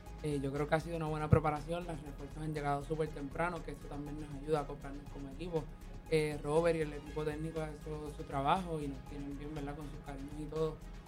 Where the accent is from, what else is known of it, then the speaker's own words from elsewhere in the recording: Fajardo, Puerto Rico; also born or lived in Luquillo; yo soy natural de aquí de Fajardo.